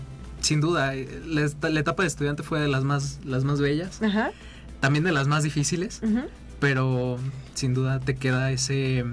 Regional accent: San Luis Potosí, Mexico; moved away; saben que soy de San Luis, saben que estudié aquí

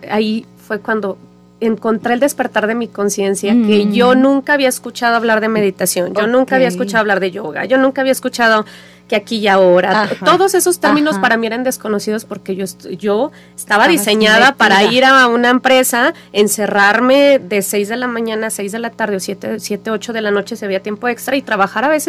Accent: Mexico; en nuestras raíces como mexicanas

